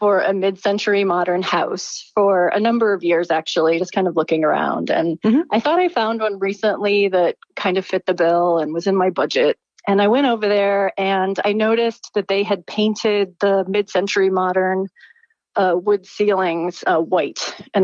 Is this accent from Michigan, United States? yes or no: yes; Ann Arbor, Michigan, United States; I'm from Ann Arbor, Michigan.